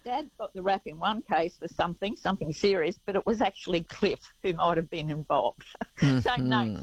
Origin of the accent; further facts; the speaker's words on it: Queensland, Australia; also born or lived in Townsville / Cairns / Bundaberg / Brisbane; now in Noosa, Australia; I'm the proudest thing on two legs, I suppose, being a Queenslander, an ultimate Queenslander. We've lived in North Queensland, Cairns, born in Townsville, lived in Bundaberg, Sandgate of all places in Brisbane, Cairns again